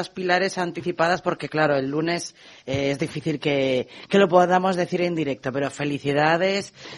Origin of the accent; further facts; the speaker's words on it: A Estrada, Galicia, Spain; soy de la Estrada.